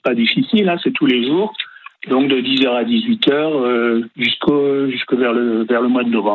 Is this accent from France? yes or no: yes; Graufthal, Grand Est, France; chez nous à Grovetal